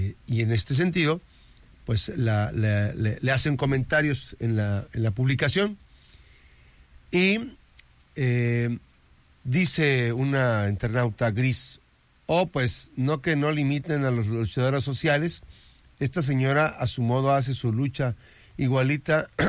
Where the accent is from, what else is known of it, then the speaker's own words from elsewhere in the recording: Mexico; celebrar que somos mexicanos